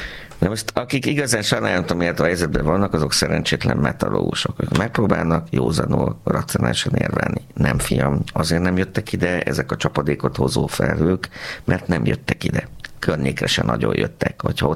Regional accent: Baranya, Hungary; Én a Mecsekre is nagyon büszke vagyok, fejfélétes. Tessék, ott nőttem föl.

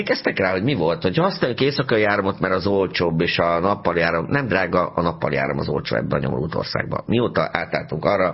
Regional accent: Pécs, Baranya, Hungary

